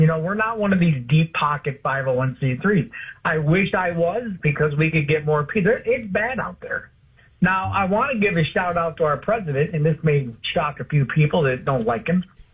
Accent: Detroit, Michigan, United States; I grew up in Detroit.

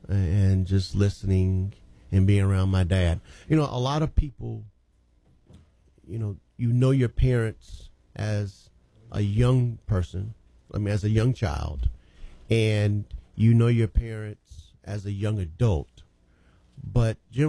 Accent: Alexandria, Louisiana, United States; But I'm Alexandria born, I'm Alexandria bred, and when mm-hmm. I die, I'm going to be Alexandria dead. So this is my home. I'm not going anywhere.

